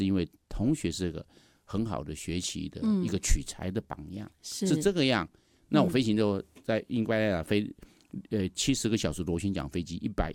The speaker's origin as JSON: {"language": "Chinese", "region": "Tainan", "country": "Taiwan", "said": "我第一志愿填台南机场，因为我台南人啊，"}